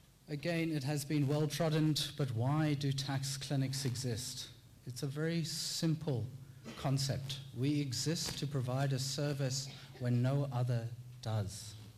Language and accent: English; Bloemfontein, Free State, South Africa; also born or lived in Cape Town, South Africa; now in Australia; You might tell from my accent that I don't have the traditional Australian accent. In fact, I was born in the Western Cape, in Cape Town, and I spent most of my childhood in a place called Bloemfontein. So I grew up with the Drakensberg Mountains, I grew up touching this land